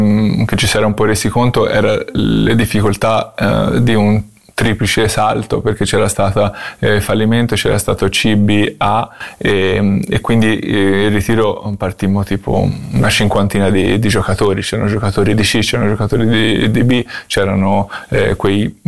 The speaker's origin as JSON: {"language": "Italian", "region": "Tuscany", "country": "Italy", "also_born_or_lived": "Ghizzano"}